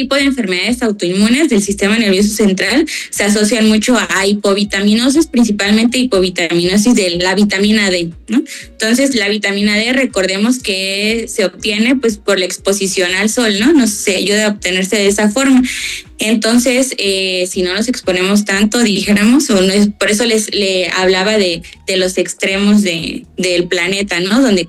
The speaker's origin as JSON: {"language": "Spanish", "country": "Mexico", "said": "mexicanos en general"}